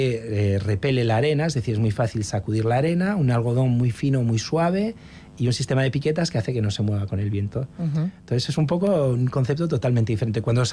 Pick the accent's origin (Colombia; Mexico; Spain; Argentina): Spain; Gijón, Asturias; moved away as an adult; also born or lived in Milan, Italy / England; now in Paris, France; Yo soy de Gijón, de Asturias. Me fui de Erasmus a Italia. Estuve viviendo en Italia, trabajando en Milán bastante tiempo. Luego estuve en Inglaterra. Luego volví a Milán y luego llegué a París.